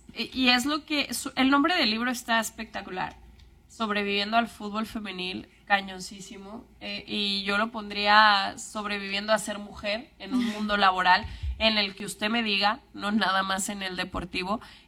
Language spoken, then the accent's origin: Spanish; Aguascalientes, Mexico; born there; Sí, yo nací en Aguascalientes.